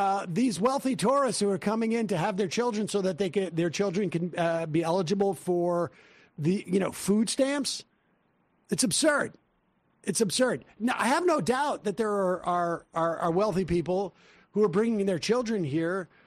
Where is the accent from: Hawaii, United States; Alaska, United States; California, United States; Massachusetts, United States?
Massachusetts, United States; accent: Massachusetts; my English isn't even so great because of my Massachusetts accent.